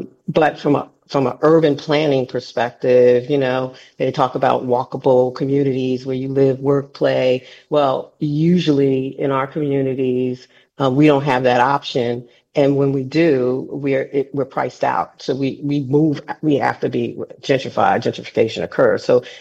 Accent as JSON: {"language": "English", "town": "East Orange", "region": "New Jersey", "country": "United States", "said": "I'm from East Orange, New Jersey. So, you know, I've been around this stuff a long time."}